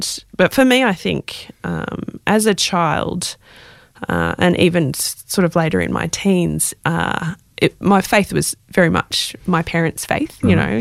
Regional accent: Berwick, Victoria, Australia; Yeah, so I was born and raised in Berwick, so southeastern suburbs of Melbourne.

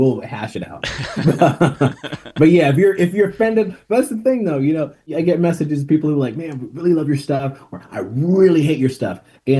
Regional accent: Tanzania; English is a second language; I'm from Tanzania, East Africa, and I've been there

